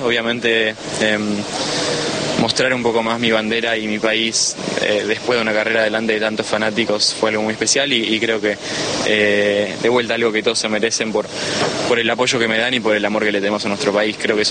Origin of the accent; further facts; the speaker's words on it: Argentina; demostrar que soy argentino, que estoy muy orgulloso de serlo y de llevar esa bandera argentina por la pista